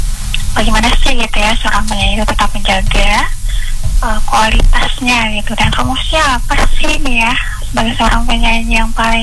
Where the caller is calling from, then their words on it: Maluku, Indonesia; Saya dari Indonesia, Maluku Tengah, Pulau Seram.